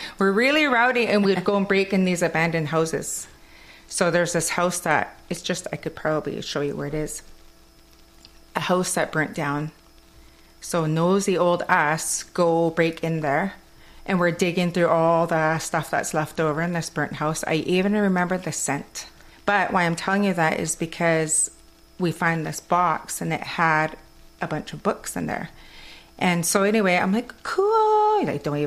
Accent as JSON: {"language": "English", "region": "British Columbia", "country": "Canada", "accent": "Kwakwala", "said": "my accent from Kwakwala goes into English."}